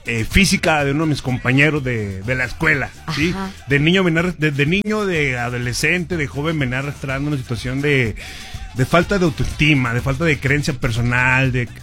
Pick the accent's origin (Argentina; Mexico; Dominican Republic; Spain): Mexico; Durango; De la comarca lagunera, del norte.